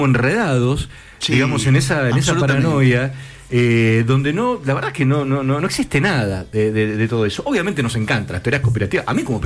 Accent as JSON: {"language": "Spanish", "region": "Buenos Aires", "country": "Argentina", "said": "y lo digo como porteño"}